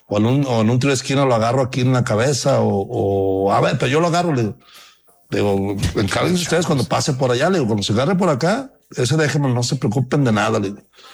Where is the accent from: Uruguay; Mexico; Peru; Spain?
Mexico; Oiga, soy de México, no sé qué.